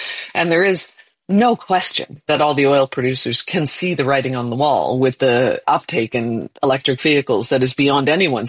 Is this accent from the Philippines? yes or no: no; Canada; As a Canadian, I didn't know really what Canada was doing there when they have they're dramatically expanding production. In fact, my country was the only country who spoke from the floor